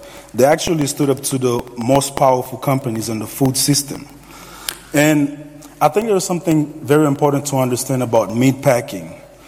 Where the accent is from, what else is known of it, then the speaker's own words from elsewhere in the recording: Haiti; now in United States; So a little over 2 years ago, I came to this country from Haiti. And like many other immigrants, my first thought was simple.